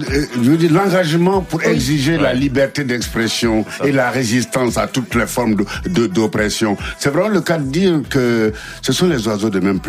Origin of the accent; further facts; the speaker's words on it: Côte d’Ivoire; chez nous en Côte d'Ivoire